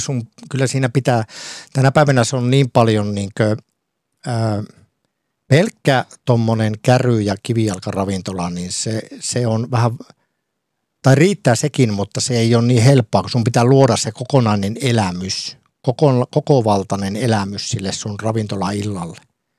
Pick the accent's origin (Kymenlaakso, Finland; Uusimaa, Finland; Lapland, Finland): Lapland, Finland; ei meillä Lapissa ole kourallinen hyviä ravintoloita.